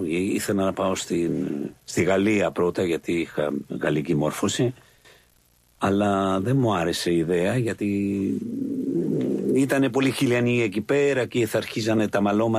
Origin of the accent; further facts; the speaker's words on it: Chile; Greek is a second language; moved away as an adult; now in Greece; Έφυγα από το Χιλή λόγω πολιτικών καταστάσεων.